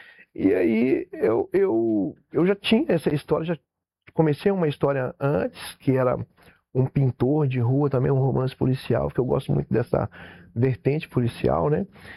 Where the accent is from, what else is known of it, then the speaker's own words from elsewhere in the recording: Minas Gerais, Brazil; Para mim, que sou de Minas Gerais, vim nas maiores cidades do Brasil apresentar meu trabalho